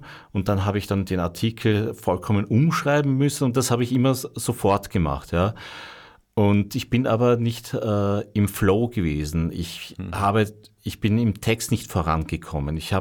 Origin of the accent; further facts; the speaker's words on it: Austria; Wir als Österreicher